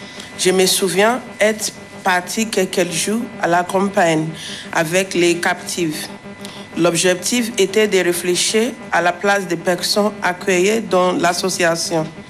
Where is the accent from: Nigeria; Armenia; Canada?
Nigeria; now in France; J'ai 31 ans. Je viens du Nigeria.